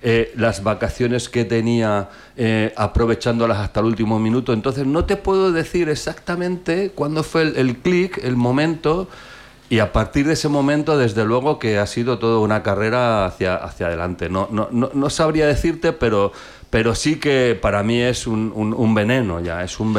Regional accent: Fuensalida, Castilla-La Mancha, Spain; accent: manchego; moved away as an adult; Yo soy de Fuensalida.

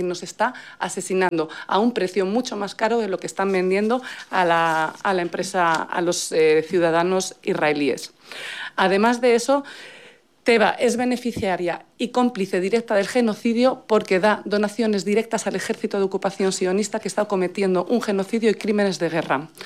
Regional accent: Spain; born there; Yo soy hispano-palestina, nacida en España, de padre palestino y madre española.

